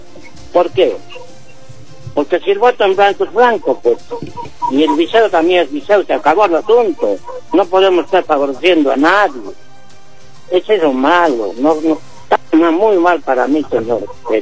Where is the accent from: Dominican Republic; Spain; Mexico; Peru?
Peru; Para mí que como ciudadano peruano, les deseamos un Chumayo